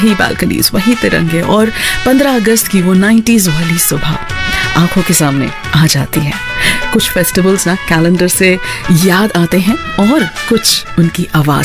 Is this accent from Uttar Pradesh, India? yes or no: yes; Kanpur, Uttar Pradesh, India; moved away; हमारे कानपुर में